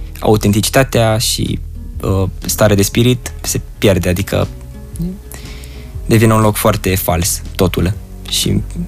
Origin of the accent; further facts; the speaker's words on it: Timișoara, Timiș County, Romania; eu sunt din Timișoara și tatăl meu